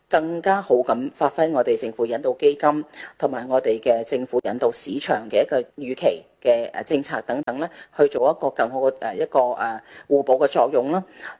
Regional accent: Macau; 都会持续去吸引一些优质的企业和人才呢可以来到我们澳门那里落户。

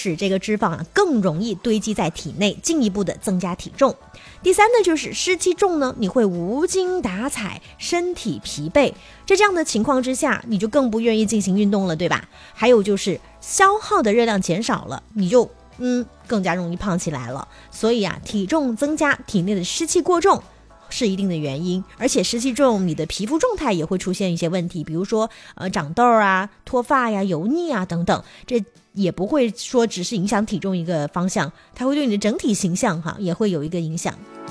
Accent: Guangdong, China; 我们广东人说喜欢煲汤啊

